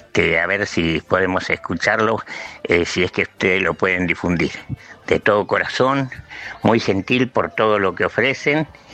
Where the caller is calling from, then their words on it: González Catán, Buenos Aires Province, Argentina; de González Catán y bueno, ya tengo edad adulta